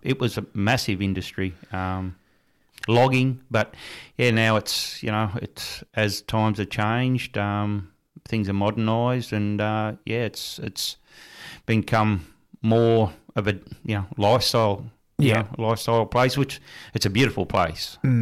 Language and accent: English; Dungog, New South Wales, Australia; I'm born and bred in Dungog